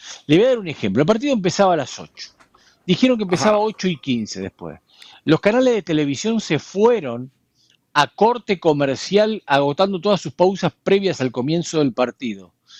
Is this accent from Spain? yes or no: no; Argentina; y yo soy argentino y por eso voy a usar esta frase